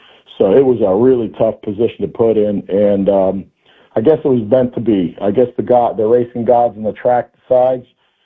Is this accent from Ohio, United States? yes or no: yes; Columbus, Ohio, United States; I'm still from where I was born in Columbus, the east side of Columbus, Ohio, so 3 hours directly east from here, very similar to this town, very similar in the fact that we all seem to have to work for a living here no matter what, very Midwest